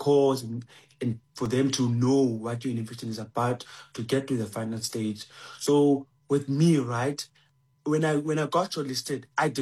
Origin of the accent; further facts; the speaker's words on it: Dantane, Eastern Cape, South Africa; First of all, I also don't come from a fancy place. I am from Dantane in the Eastern Cape, in a rural village, by the way, in Namkwan.